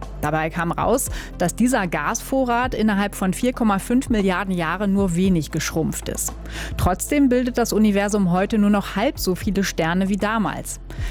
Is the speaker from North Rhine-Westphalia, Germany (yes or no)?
no; Nordenham, Lower Saxony, Germany; ich bin aus Nordenham.